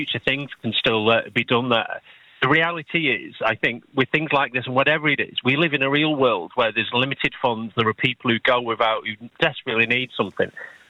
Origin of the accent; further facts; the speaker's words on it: North West England, United Kingdom; now in Hebden Bridge, United Kingdom; I grew up in the Northwest, and as a child, I used to race at a place called Mow Cop, which had Jodrell Bank in the background.